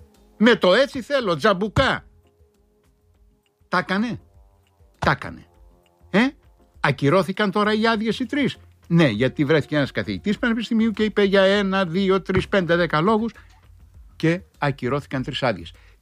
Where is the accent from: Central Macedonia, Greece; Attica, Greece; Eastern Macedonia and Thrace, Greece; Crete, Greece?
Crete, Greece; θυμάμαι στο χωριό μου, μια δασκάλα, η οποία της έφερνε το λεωφορείο 2,5-3 ώρα που περνούσε, που ερχόταν από το Ηράκλειο, από τη χώρα που λέγαμε, την εφημερίδα.